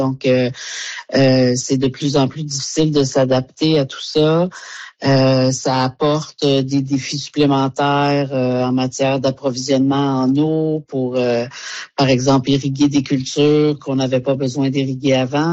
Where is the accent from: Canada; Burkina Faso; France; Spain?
Canada; Quebec; Moi, je viens du Québec.